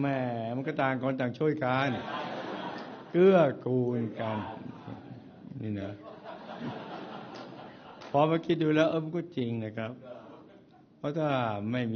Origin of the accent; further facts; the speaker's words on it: Chachoengsao, Thailand; ผมเกิดในครอบครัวคนจีนที่เดินทางไกลมาจากจีนผืนแผ่นดินใหญ่แบบเสื้อผืนหมอนใบครอบครัวลงเรือมาตั้งรกรากอยู่ที่จังหวัดฉะเชิงเทรา